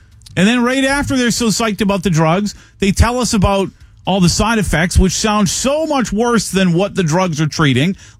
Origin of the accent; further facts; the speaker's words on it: Northeast, United States; But generally, like, I'm from the Northeast.